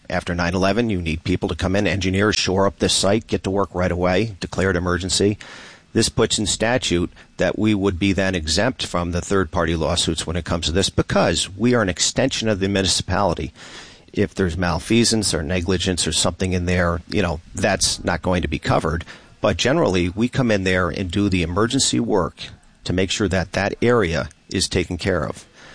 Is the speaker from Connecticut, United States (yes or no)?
no; New York, United States; I'm very proud of being a New Yorker.